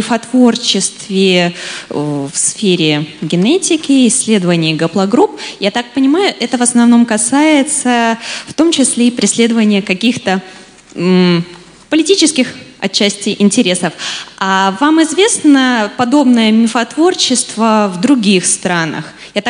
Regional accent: Moscow, Russia; я из Москвы.

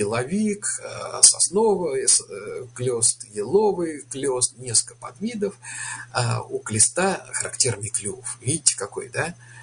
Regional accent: Moscow, Russia; на Арбате, я там вырос, на Арбате, в арбатских переулках.

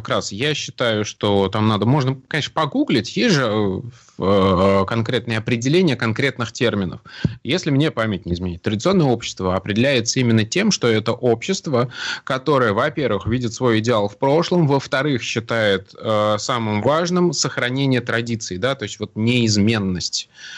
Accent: Samara, Samara Oblast, Russia; now in Moscow, Russia; Я родом из Самары, но уже достаточно давно проживу в Москве, поэтому у меня это вырывается иногда.

